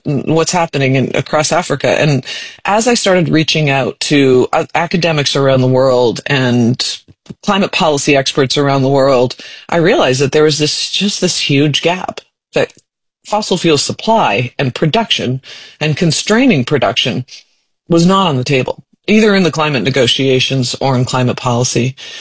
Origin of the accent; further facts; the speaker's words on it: Canada; Well, I really started my journey in the Canadian oil sands because I'm Canadian.